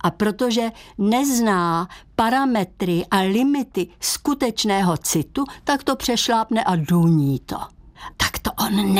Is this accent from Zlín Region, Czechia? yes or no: no; Ostrava, Moravian-Silesian Region, Czechia; moved away as an adult; now in Prague, Czech Republic; Já jsem původem Ostravačka